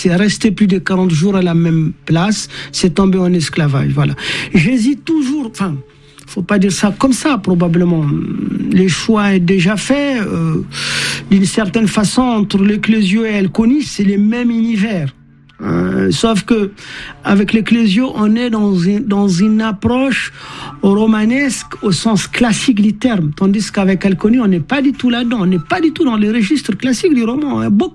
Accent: Mali; moved away; also born or lived in Nouakchott, Mauritania; Moi, je suis originaire du nord du Mali

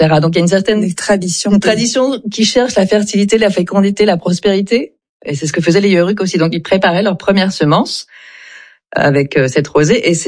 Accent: France; also born or lived in Istanbul, Turkey; Moi, j'ai grandi en France de mes 6 ans à mes 15 ans. Ensuite, j'étais à Istanbul. Après, je suis revenue à Paris.

